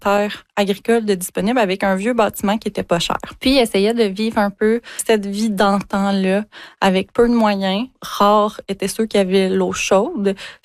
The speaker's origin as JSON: {"language": "French", "region": "Quebec", "country": "Canada", "said": "dont on est dépouillé en tant que Québécois, si on veut voyager, ça coûte tellement cher que si on travaille dans une usine, ce ne sera pas accessible."}